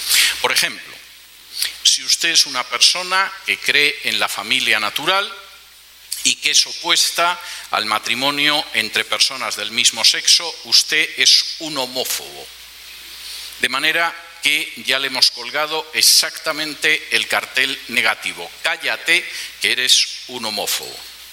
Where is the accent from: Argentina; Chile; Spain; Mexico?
Spain; ¿Qué ha significado, por ejemplo, en mi país de origen, en España, el que se aprobara esa ley de salud sexual y reproductiva?